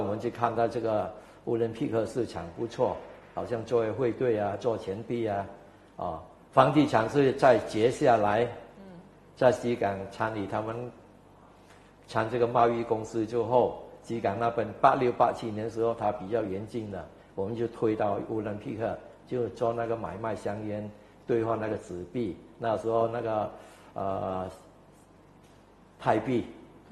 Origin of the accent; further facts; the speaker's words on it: Cambodia